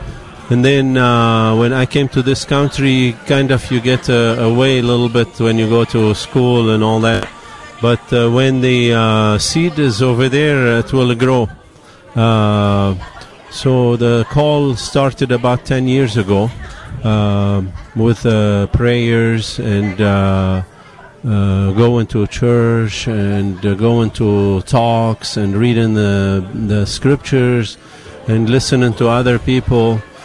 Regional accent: Lebanon; moved away as an adult; now in Allen, Texas, United States; I was born in Lebanon, and I was 20 years old when I came over here.

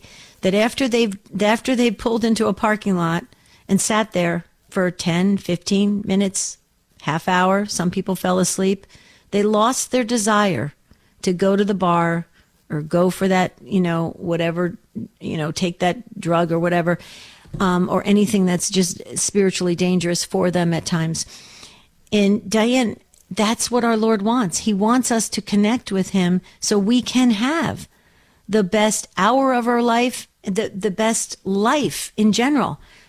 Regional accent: East Coast, United States; accent: back east; now in Arizona, United States; You probably picked up a little of my back east accent. But I live in Arizona now.

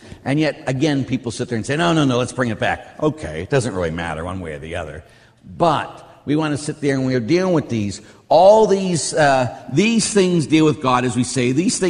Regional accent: Pittsburgh, Pennsylvania, United States; when I was a kid, I grew up in Pittsburgh, as we all know, and I was at my grandmother's house.

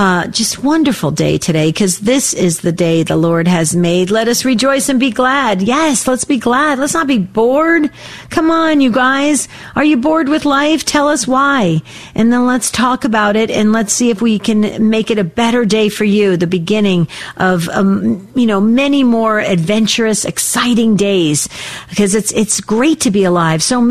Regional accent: New Jersey, United States; born or raised there; now in Arizona, United States

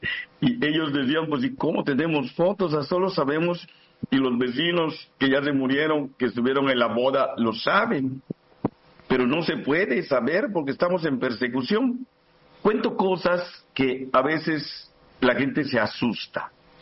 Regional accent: Mexico; born there; Nací en México y, pues, desde mis tatarabuelos, todos, hasta donde sabemos, somos mexicanos, ¿verdad?

